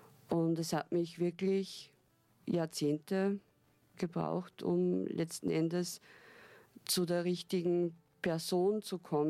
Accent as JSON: {"language": "German", "region": "Upper Austria", "country": "Austria", "tie": "born or raised there", "said": "Ich bin hier im Umkreis von Linz aufgewachsen"}